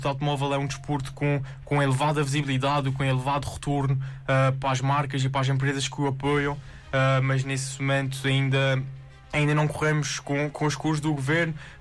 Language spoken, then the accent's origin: Portuguese; Azores, Portugal; E a região dos Açores, para mim, é um orgulho enorme ser açoriano